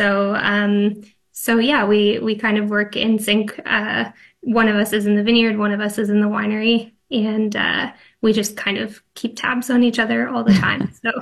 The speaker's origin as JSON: {"language": "English", "region": "Ontario", "country": "Canada", "tie": "born or raised there", "said": "I grew up in the Niagara region"}